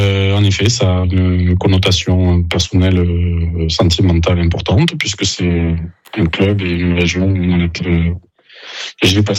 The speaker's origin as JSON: {"language": "French", "region": "South-West France", "country": "France", "moved": "yes", "said": "chez nous dans le Sud-Ouest"}